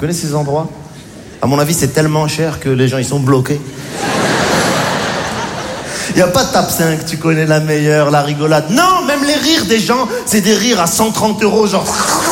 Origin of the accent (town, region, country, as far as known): Morocco